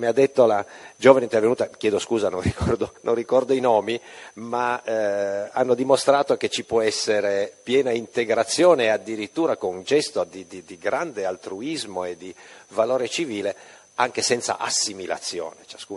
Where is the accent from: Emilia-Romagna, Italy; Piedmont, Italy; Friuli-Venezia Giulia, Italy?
Piedmont, Italy; Io vengo dal Piemonte, e come l'onorevole Bruno e in particolare come il professor Naso, sono parte anch'io di una minoranza religiosa oggetto di persecuzioni molto sanguinose